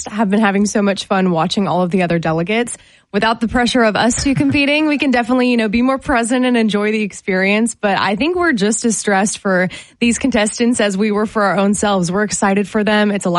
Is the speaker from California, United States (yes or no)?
no; Virginia, United States; now in Roanoke, United States; I'm from the Northern Virginia area.